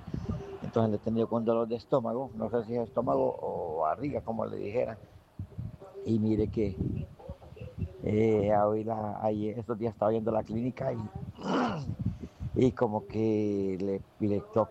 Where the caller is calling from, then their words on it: Honduras; aquí en Lago de Ojoa